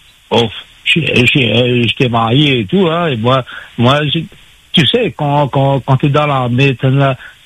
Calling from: Réunion; Non, je suis à La Réunion, là.

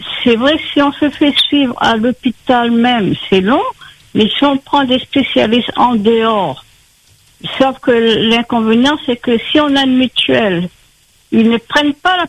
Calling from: Saint-Denis, Réunion; moi, je suis à Saint-Denis

